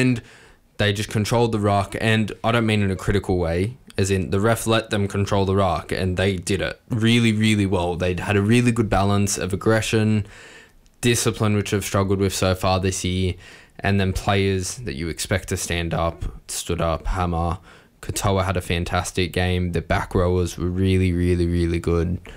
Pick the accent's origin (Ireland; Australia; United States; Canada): Australia; Campbelltown, New South Wales; I grew up playing tennis at West Club, La Mia, right around the corner from Campbelltown Sports Stadium.